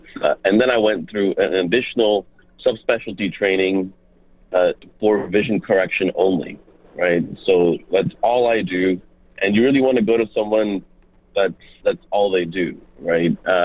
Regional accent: Tyler, Texas, United States; moved away as an adult; now in Dallas-Fort Worth, United States; I am from this general area. I grew up in East Texas, Tyler, Texas, but for the past several years, we've been in DFW. Frisco, Plano is kind of home, all of our families in the location.

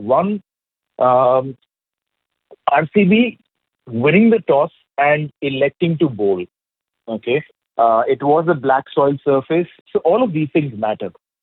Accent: India; Being an Indian

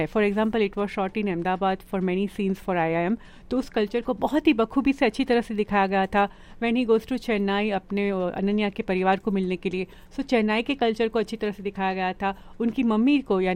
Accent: Mumbai, Maharashtra, India; Even though I am Gujarati, सबको पता है कि मैं गुजराती हूँ, जी बिल्कुल पक्की Gujarati, but I have not stayed in Gujarat. मैं गुजरात में बड़ी नहीं हुई हूँ, गुजरात में पली बड़ी नहीं हूँ, I have grown up in Mumbai.

